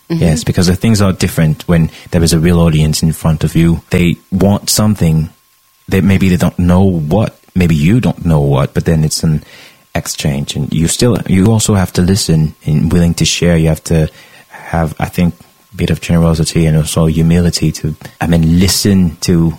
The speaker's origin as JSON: {"language": "English", "region": "Brittany", "country": "France", "said": "everybody discovered that I was really from Bretagne, so they were laughing."}